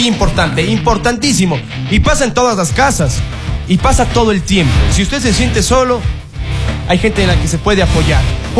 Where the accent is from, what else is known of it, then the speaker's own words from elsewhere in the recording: Cuenca, Azuay, Ecuador; como cuencanos, como azuayos, como ecuatorianos